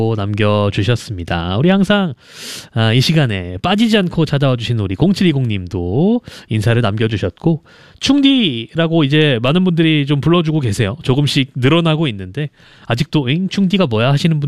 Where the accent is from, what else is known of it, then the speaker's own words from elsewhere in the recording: Chungcheong, South Korea; 저는 충청도 사람이기 때문에